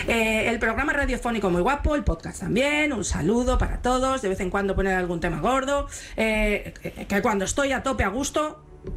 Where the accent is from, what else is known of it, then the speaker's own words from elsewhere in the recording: Spain; o sea, que ya no solamente somos los españoles que queremos que vuelva